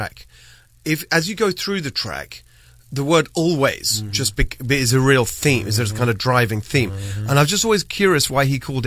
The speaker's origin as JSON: {"language": "English", "country": "United Kingdom", "moved": "as an adult", "lives_now": "United States", "said": "Amazing thing for me about being here in America, as you noted, as a Brit, moved in 2012."}